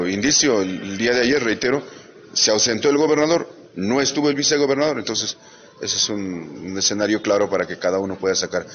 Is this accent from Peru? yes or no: yes; Huamalíes Province, Huánuco, Peru; toda nuestra provincia de Guamalíes